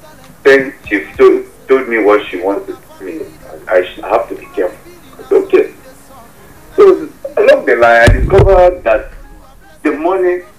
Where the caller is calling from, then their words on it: Abuja, Federal Capital Territory, Nigeria; I'm calling from Busa Abuja.